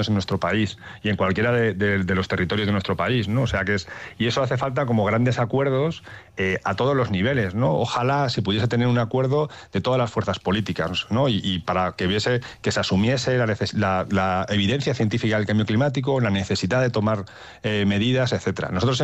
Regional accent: Castile and León, Spain; en mi pueblo, que es la provincia de Burgos, hay muchísimos molinos

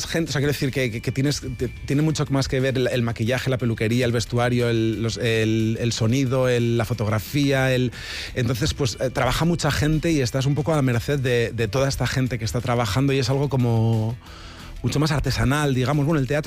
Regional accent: Spain; first language Basque; Spanish is a second language; al final mi lengua materna es el euskera

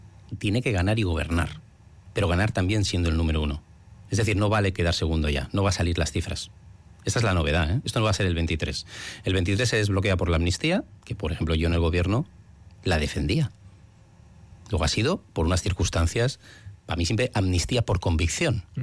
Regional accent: Basque Country, Spain; yo soy una persona de orden, como buen vasco, pues oye, ¿puedo invitar?

